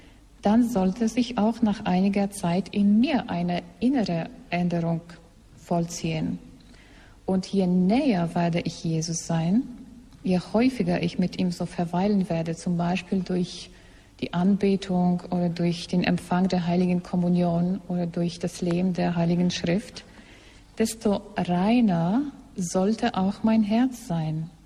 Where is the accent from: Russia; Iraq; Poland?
Poland; German is a second language; In meiner Heimat, also in Polen, sagt man ein solches Sprichwort.